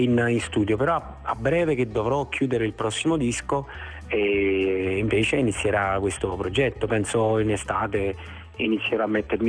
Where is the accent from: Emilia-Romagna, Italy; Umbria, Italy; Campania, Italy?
Campania, Italy; born there; io sicuramente sono nato in un posto meraviglioso, che insomma è la campagna, no?